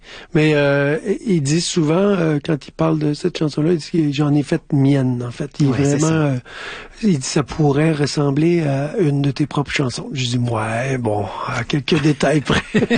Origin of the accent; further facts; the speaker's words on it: Quebec, Canada; moved away; je suis né sur la Côte-Nord, à cette île, puis j'ai quitté mon patelin pour venir vivre ma vie de musicien.